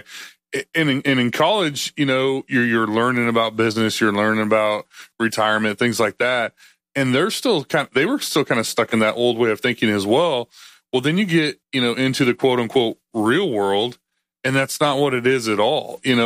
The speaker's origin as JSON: {"language": "English", "region": "Iowa", "country": "United States", "tie": "born or raised there", "said": "I grew up in Northwest Iowa. I grew up on a farm."}